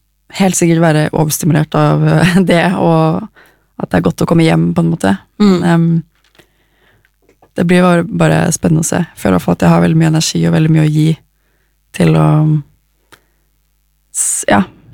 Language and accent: Norwegian; Oslo, Norway; Jeg er fra Oslo, jeg har vokst opp her, jeg bor her fortsatt